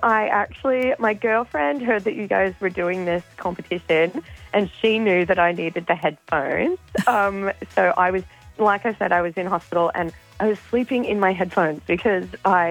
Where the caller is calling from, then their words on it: Sydney, New South Wales, Australia; I'm from the Northern Beaches. I'm not there this morning. I'm staying up in beautiful Redhead, actually, in Newcastle.